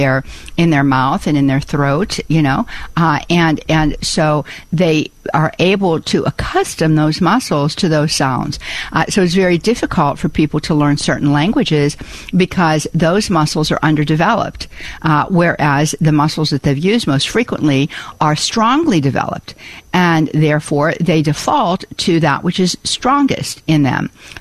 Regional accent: Pittsburgh, Pennsylvania, United States; accent: Pittsburgh

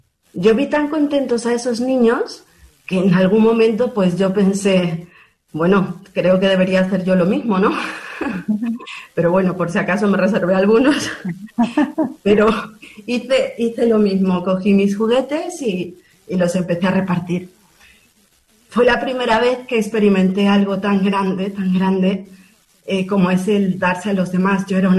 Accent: Mexico; nosotros, como bien comentaste, somos mexicanos

